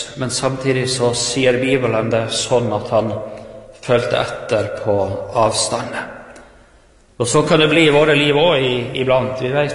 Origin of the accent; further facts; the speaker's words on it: Troms, Norway; Jeg kommer ifra Troms, bor i en liten bygd som heter Karvikhamn